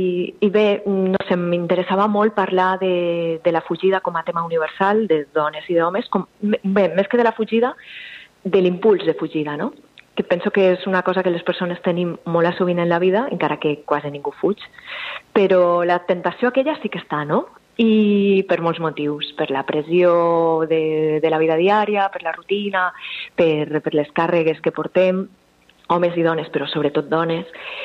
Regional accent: La Jana, Valencian Community, Spain; now in Valencia, Spain; soc de La Jana, que és un poble molt xicotet del Maestrat, dalt de tot del país, i ja fa quasi 20 anys que visc a València

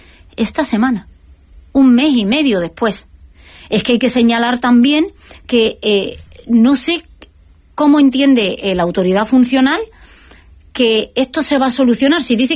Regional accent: Ceuta, Spain

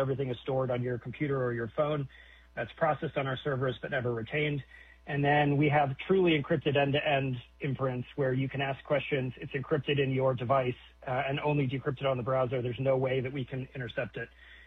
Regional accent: Tacoma, Washington, United States; You know, I grew up in Tacoma. I remember being in middle school

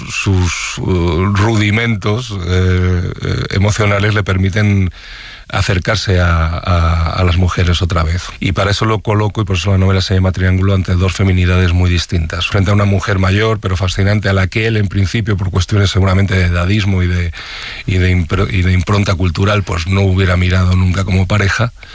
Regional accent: Madrid, Community of Madrid, Spain; Yo soy muy urbanita, yo soy de Madrid, nunca tuve abuelitos con pueblo ni cosas de estas, soy muy urbanita.

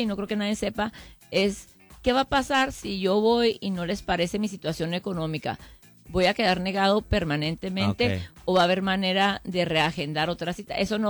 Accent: Mexico; now in United States; así somos los mexicanos

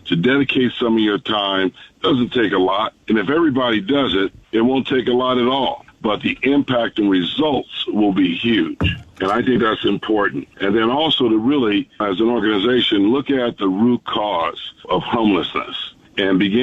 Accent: United States; as a Boy Scout and as an American

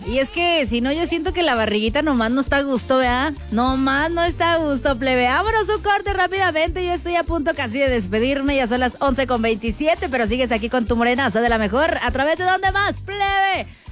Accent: Mexico; como todo mexicano que se respeta

